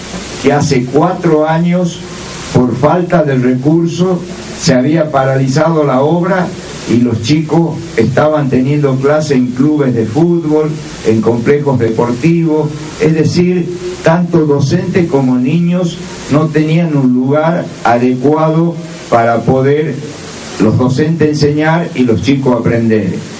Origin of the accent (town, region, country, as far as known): Tucumán, Argentina